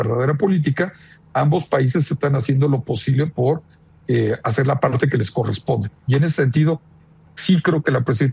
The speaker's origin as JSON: {"language": "Spanish", "country": "Mexico", "said": "Nosotros como mexicanos ya no podemos con la violencia, la extorsión, los secuestros, etcétera."}